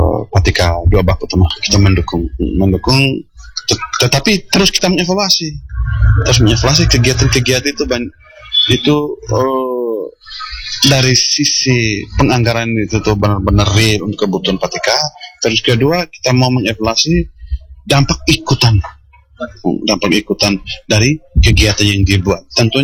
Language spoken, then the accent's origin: Indonesian; East Nusa Tenggara, Indonesia; kebiasaan ini kita orang Endelio pada khususnya, bahwa ritual itu merupakan acara yang sangat sangat sakral